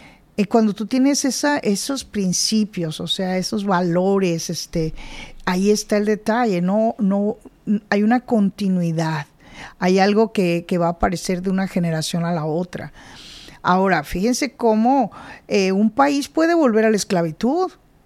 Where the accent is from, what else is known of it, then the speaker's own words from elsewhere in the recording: Mexico; born there; yo nací en México.